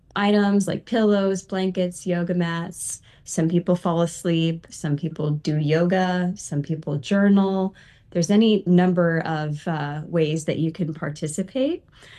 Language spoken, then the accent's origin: English; St. Louis, Missouri, United States; also born or lived in Nashville, United States; I grew up in St. Louis, and then I moved to Nashville in 2012. And then in July, me and my partner bought a house here in St. Louis.